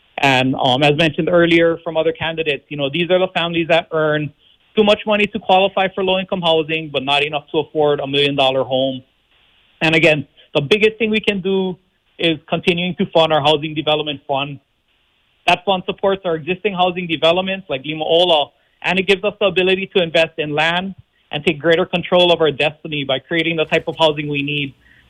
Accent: Kauai, Hawaii, United States; I'm born and raised on Kauai

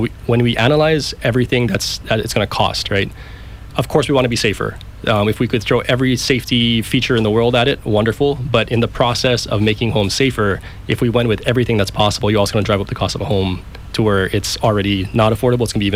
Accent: Hawaii, United States; Born and raised on Kauai. Go back to my childhood a little bit. So I was, my house was in Kala Hill, my parents, but I spent most of my time in Hanapepe Heights.

